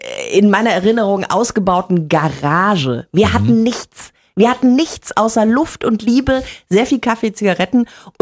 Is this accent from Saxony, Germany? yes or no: no; Bavaria, Germany; Ich komme aus Bayern.